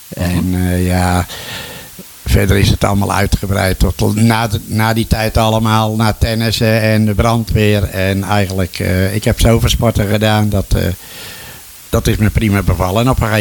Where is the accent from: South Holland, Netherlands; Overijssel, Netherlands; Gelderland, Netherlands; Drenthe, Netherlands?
South Holland, Netherlands; Bodegraven; born there; 1 februari 1945 en ik ben in Bodegraven geboren.